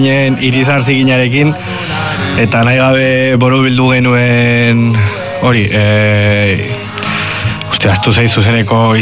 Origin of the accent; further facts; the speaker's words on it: Pamplona, Navarre, Spain; Orduan ni ja herri hortatik kanpo nago eta Iruñan bizi izan, osea, bizi izan naiz eta jaio naiz